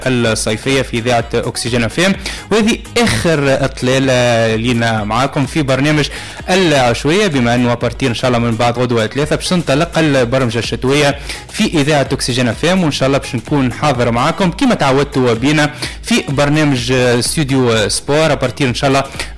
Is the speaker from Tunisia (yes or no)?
yes; Tunisia; في بلادنا تونس